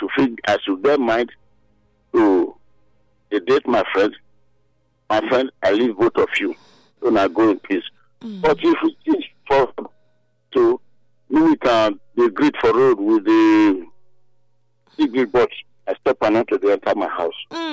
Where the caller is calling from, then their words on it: Benin City, Edo, Nigeria; I'm calling from Azagba, Benin City here.